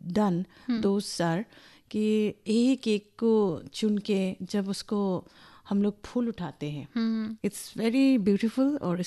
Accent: Silchar, Assam, India; born there; जैसे कि मैंने बोला था कि मेरा जन्म सिलचर में हुआ था

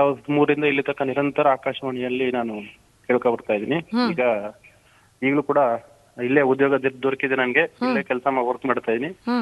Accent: Tumkur district, Karnataka, India; born there; also born or lived in Chikmagalur; now in Mysore, India; ಸ್ವಂತ ಬಂದ್ಬಿಟ್ಟು ತುಮಕೂರು ಜಿಲ್ಲೆ ಪಾವಗಡ ತಾಲೂಕು ಕೆ ಸೇವಲಾಲ್ಪುರ ಅಂತ ಹೇಳಿ ಒಂದು ಗ್ರಾಮ ಮೇಡಮ್. ಈಗ ಮೈಸೂರಿನಲ್ಲೇ ಓದಿ ಮೈಸೂರಲ್ಲಿ ಸದ್ಯ ವಾಣಿಜ್ಯ ತೆರಿಗೆ ಇಲಾಖೆನಲ್ಲಿ ಕರ್ತವ್ಯ ನಿರ್ವಹಿಸ್ತಾ ಇದೀನಿ.

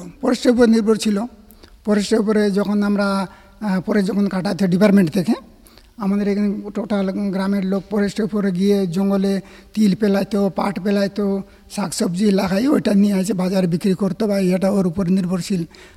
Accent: West Bengal, India; আমাদের গ্রামের লোক

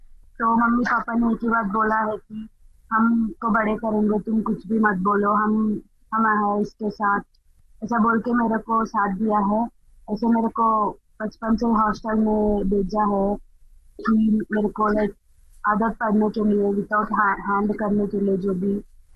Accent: Andhra Pradesh, India; मैं आंध्र प्रदेश

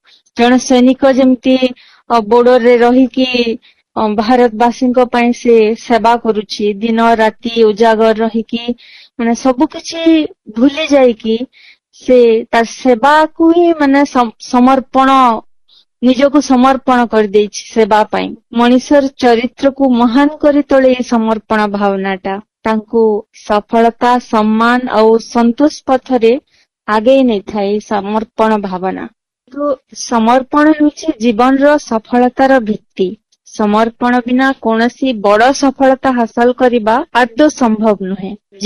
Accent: Balangir, Odisha, India; ନମସ୍କାର, ମୁଁ ବଲାଙ୍ଗୀରରୁ

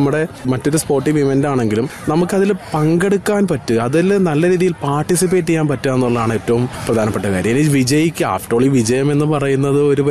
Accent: Alappuzha, Kerala, India; ആലപ്പുഴക്കാരനാണ്.

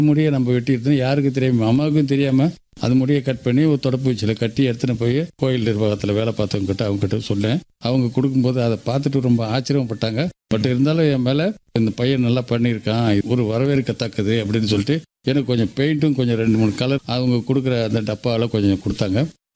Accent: Puducherry, India; also born or lived in Velliyanur; வாழ்க்கை தொடங்கும் போது அரங்கனூர் என்ற ஒரு கிராமத்துல புதுச்சேரியை சேர்ந்தது, பக்கத்துல தான். அந்த அரங்கனூர் கிராமத்துல இருக்கும் போது விளையாட்டு பிள்ளையாக இருந்து கொண்டிருக்கிறேன்.

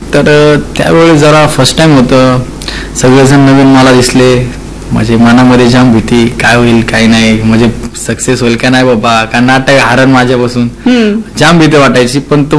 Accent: Thane, Maharashtra, India; also born or lived in Beed; तर मी ठाण्यामध्ये राहिलेलो आहे, म्हणजे माझं लहानपण पूर्ण ठाण्यामध्येच आहे. मी ठाण्यामध्ये कमीत कमी 8वी पर्यंत शिकलोय. 8वी नंतर मी बीडला आलो

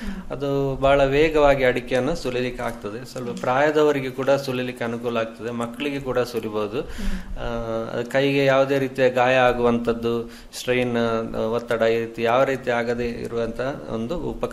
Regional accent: Dakshina Kannada district, Karnataka, India; ನಮ್ಮ ದಕ್ಷಿಣ ಕನ್ನಡ ಜಿಲ್ಲೆಯಲ್ಲಿ

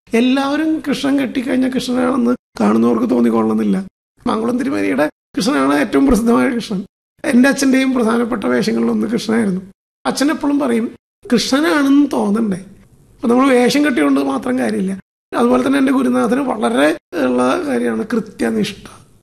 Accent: Irinjalakuda, Kerala, India; ഞാൻ ഇരിഞ്ഞാലക്കുടക്കാരനാണ്.

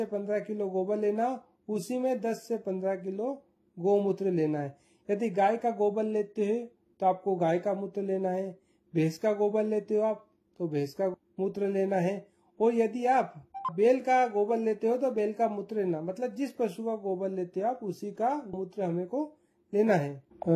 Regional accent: Dhar district, Madhya Pradesh, India; मैं ग्राम माचकंदा डिस्ट्रिक्ट धार का रहने वाला हूँ।

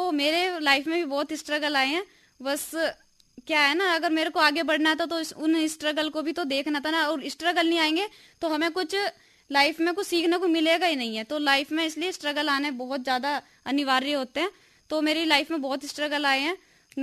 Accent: Uttar Pradesh, India; नजीबाबाद के पास एक गाँव पड़ता है इससेपुर, वहाँ की मैं रहने वाली हूँ

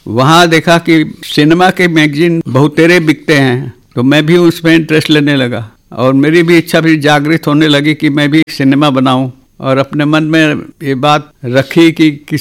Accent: a village in Raipur district, Chhattisgarh, India; first language Chhattisgarhi; Hindi is a second language; रायपुर जिले का ही एक ग्राम है कुर्रा बंगोली, यहाँ से 30 किलोमीटर है, वहाँ मेरा जन्म हुआ और प्राइमरी स्कूल की शिक्षा मेरे को उसी गाँव से मिली।

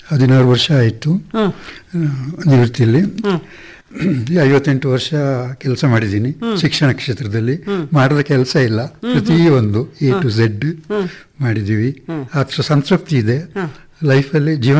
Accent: Murnad, Karnataka, India; Murnad, ಐಕೋಳ.

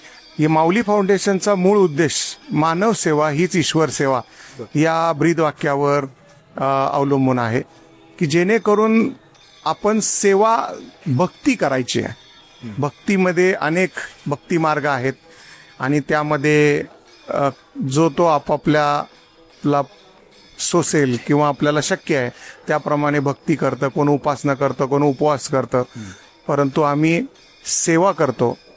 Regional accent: Phaltan, Maharashtra, India; also born or lived in Mumbai; now in Kolhapur, India; मी मूळचा फलटणचा आहे, परंतु मुंबई हायकोर्टामध्ये गेले 28 वर्ष ते प्रॅक्टिस करत आलेलो आहे आणि आता मागील 1 वर्षापासून कोल्हापूर या ठिकाणी प्रॅक्टिस करतोय, तिथे शिफ्ट झालेलो आहे।

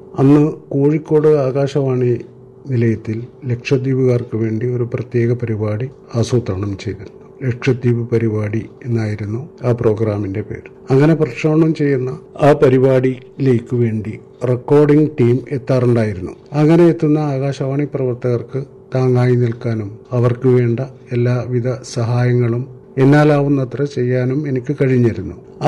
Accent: Kalpeni, Lakshadweep, India; ഞാൻ കൽപ്പിനി സ്വദേശി

